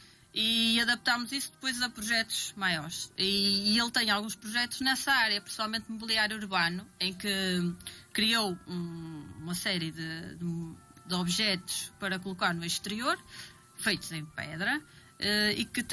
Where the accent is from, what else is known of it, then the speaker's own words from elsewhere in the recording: Alpendurada, Norte, Portugal; also born or lived in Entre-os-Rios; eu por acaso não sou da Alpendurada, sou de Entre os Rios. Mas desde pequenina fui estudar para a Alpendurada. Desde que me lembro, lá está, vivo em Alpendurada.